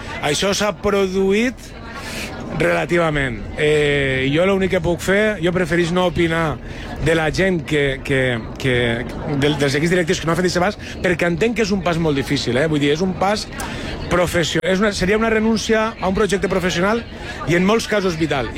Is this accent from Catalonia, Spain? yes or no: no; Benicarló, Valencian Community, Spain; O d'altres comarques no tan centrals, com pel Maestrat, jo soc de Benicarló, i allí els instituts es cauen a trossos.